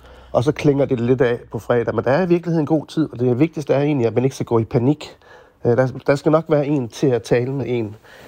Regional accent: Jutland, Denmark; Jeg kommer fra Jylland, jeg vil gerne læse i København.

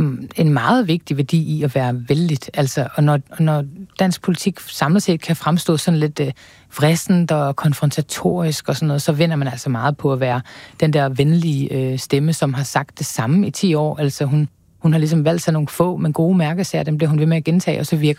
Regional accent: Funen, Region of Southern Denmark, Denmark; på Fyn, hvor jeg kommer fra.

